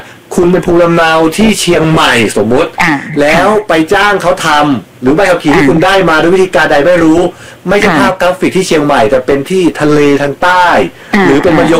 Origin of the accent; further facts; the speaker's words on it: Pathum Thani, Thailand; เป็นคนปทุมธานี